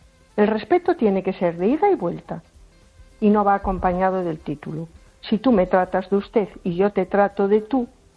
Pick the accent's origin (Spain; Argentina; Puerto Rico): Spain; A Coruña, Galicia